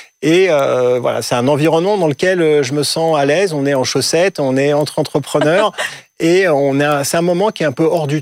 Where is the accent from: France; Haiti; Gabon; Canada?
France